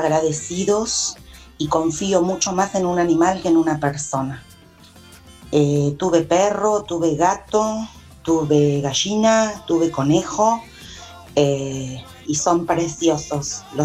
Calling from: Buenos Aires, Argentina; de Mataderos.

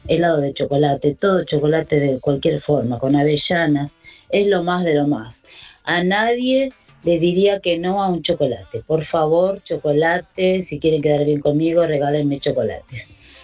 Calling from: San Francisco Solano, Buenos Aires Province, Argentina; de San Francisco Solano

